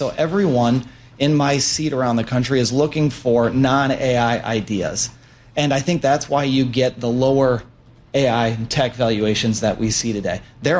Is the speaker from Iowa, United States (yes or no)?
yes; Cedar Falls, Iowa, United States; John Deere has a big plant in Waterloo, Iowa. I grew up in Cedar Falls, the town next door, so I've kind of grew up with John Deere.